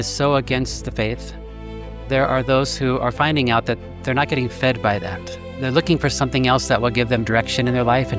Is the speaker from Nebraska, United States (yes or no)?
yes; Nebraska, United States; now in Denver, United States; I come from Nebraska where politically it's very different.